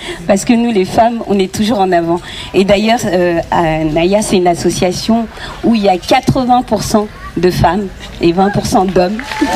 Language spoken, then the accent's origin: French; Saint-Pierre-des-Corps, Centre-Val de Loire, France; je suis de Saint-Pierre-des-Corps, à côté de Tours.